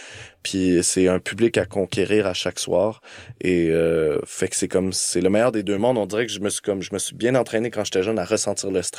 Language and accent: French; Montreal, Quebec, Canada; Je viens de l'île des Sœurs, je viens de milieu bourgeois.